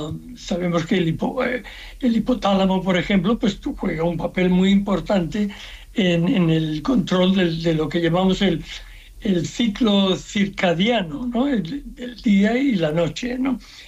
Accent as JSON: {"language": "Spanish", "town": "Seville", "region": "Andalusia", "country": "Spain", "tie": "born there", "said": "Aquí, yo nací en Sevilla, en fin, con 14 años me suspendieron en todas"}